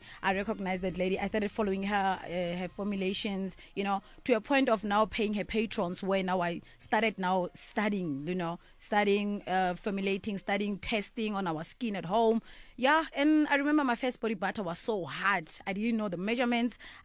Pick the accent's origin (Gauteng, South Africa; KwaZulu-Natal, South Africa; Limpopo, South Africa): Gauteng, South Africa; Johannesburg; I'm from Vlieghof in Johannesburg.